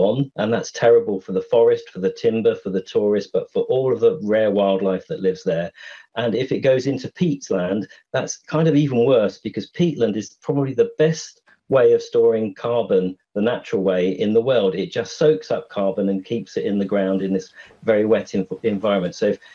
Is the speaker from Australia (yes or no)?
no; England, United Kingdom; now in Scotland, United Kingdom; and I'm from England